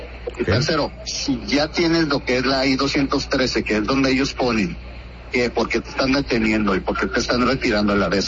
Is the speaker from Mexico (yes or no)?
yes; Mexico; como mexicanos tenemos derechos.